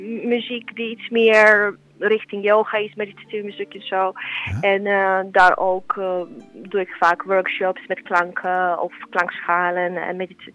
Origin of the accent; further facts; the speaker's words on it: Serbia; Dutch is a second language; moved away as an adult; now in Netherlands; hij vanuit Kroatië en ik vanuit Servië.